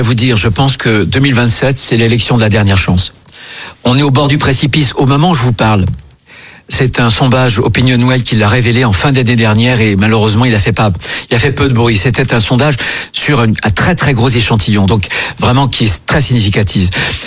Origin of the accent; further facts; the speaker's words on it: France; Moi je suis français